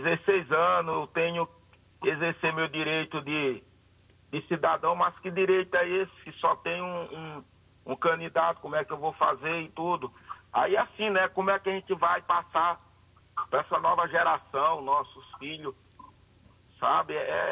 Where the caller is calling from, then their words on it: Roraima, Brazil; todos nós, né, roraimenses, e também como brasileiro.